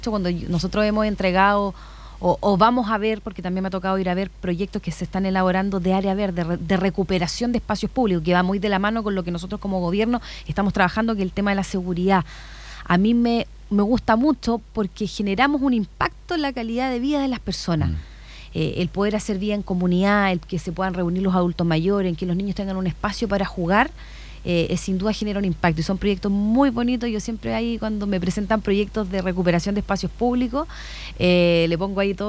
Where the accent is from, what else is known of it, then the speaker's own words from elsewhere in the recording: Chillán, Ñuble, Chile; que somos de acá, de Chillán, de una comuna más grande